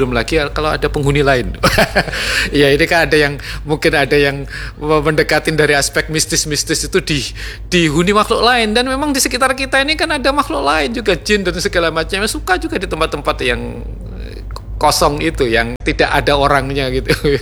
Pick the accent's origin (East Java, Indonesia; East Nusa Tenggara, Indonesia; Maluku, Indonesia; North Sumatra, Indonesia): East Java, Indonesia; Madiun; moved away; Saya kan di Madiun ya.